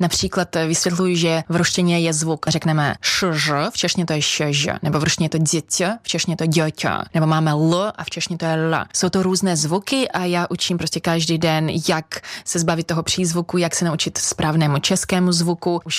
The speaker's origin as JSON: {"language": "Czech", "town": "Magnitogorsk", "region": "Chelyabinsk Oblast", "country": "Russia", "tie": "born or raised there", "also_born_or_lived": "Zlín", "second_language": "Czech", "moved": "as an adult", "lives_now": "Czech Republic", "said": "Vlastně od 12 už jsem hrála v divadle ve svém rodném městě Magnitogorsku. Pak jsem jela do Česka studovat, vystudovala jsem animaci ve Zlíně"}